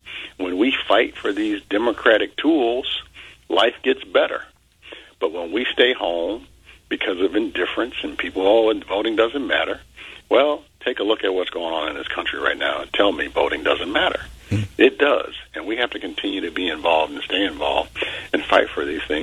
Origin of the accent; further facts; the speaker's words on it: Maywood, Illinois, United States; I grew up in Maywood, born and raised